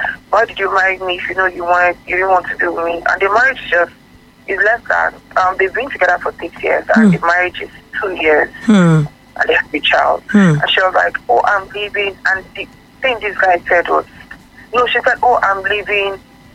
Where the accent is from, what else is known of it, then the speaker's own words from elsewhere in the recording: Lagos, Nigeria; from Lagos.